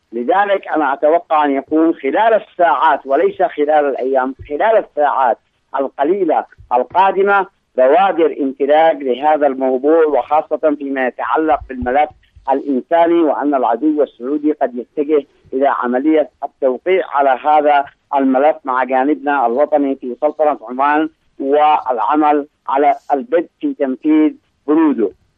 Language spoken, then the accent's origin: Arabic; Yemen; نحن كيمنيين